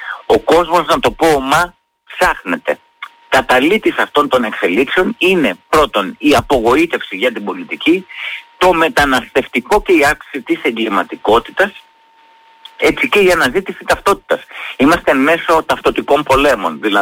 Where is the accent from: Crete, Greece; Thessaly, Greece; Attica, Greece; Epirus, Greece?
Crete, Greece; Heraklion; born or raised there